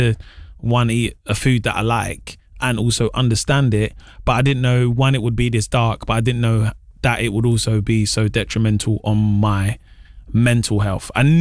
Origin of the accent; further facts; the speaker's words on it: London, United Kingdom; I'm from London.